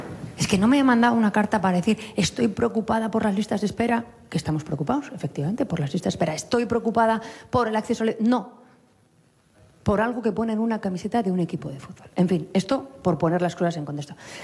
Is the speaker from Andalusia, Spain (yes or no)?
no; Navarre, Spain; los navarros somos plurales, diversos, navarros que se sienten vascos, navarros que se sienten del mundo, navarros que se sienten solo navarros que se sienten navarros y españoles, pero si algo une a los navarros, independientemente de su ideología, es Osasuna.